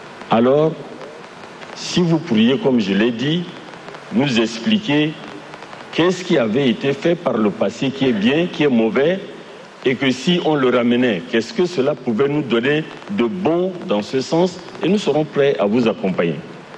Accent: Chad; ici chez nous au Tchad.

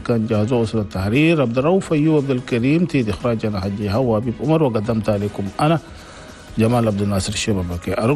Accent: Chad; أنا بلدنا تشاد.

